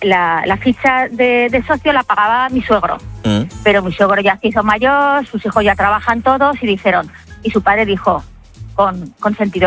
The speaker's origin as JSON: {"language": "Spanish", "region": "Valencian Community", "country": "Spain", "said": "Mi marido es donostiarra, uh-huh, y yo soy valenciana."}